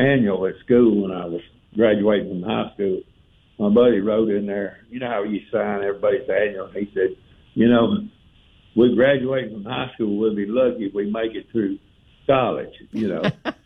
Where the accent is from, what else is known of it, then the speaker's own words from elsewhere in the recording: Bangor, Maine, United States; born there; also born or lived in Montgomery / Columbus, Mississippi / Amarillo; I was born in Bangor, Maine, lived there for 6 weeks, went to Montgomery, went to Columbus, Mississippi, and been all over, Amarillo, all of them.